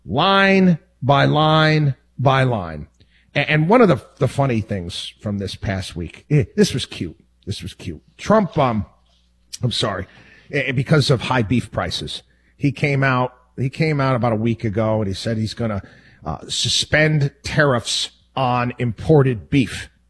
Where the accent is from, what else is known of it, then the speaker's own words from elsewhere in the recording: New York, United States; I grew up in New York.